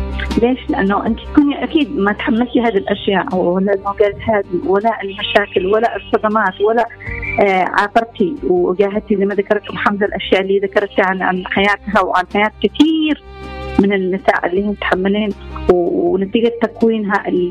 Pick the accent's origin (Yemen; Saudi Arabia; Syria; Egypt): Yemen; أنا كمجتمع يمني